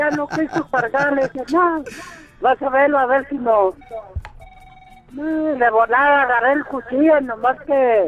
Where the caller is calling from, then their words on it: Villa de Cos, Zacatecas, Mexico; No, no, soy de Lobatos.